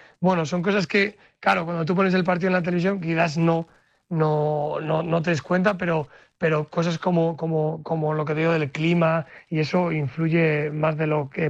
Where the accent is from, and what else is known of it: León, Castile and León, Spain